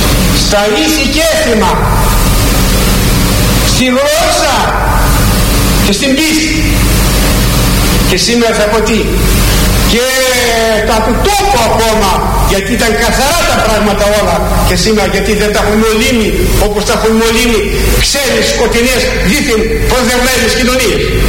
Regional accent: Greece; είμαστε κι εμείς σαν Έλληνες. Ορθόδοξοι Έλληνες

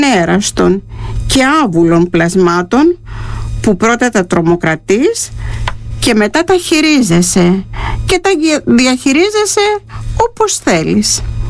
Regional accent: Greece

